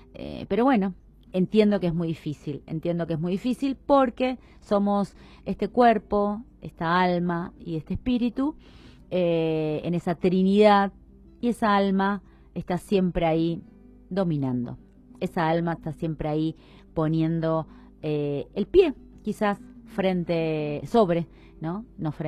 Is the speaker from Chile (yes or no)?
no; Argentina; Y nuestro país, porque somos argentinos